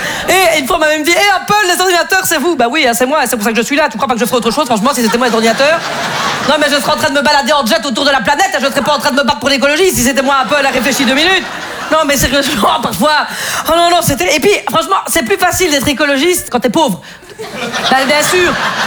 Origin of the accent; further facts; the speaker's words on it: Belgium; mais c'est facile parce que je suis belge, vous voyez?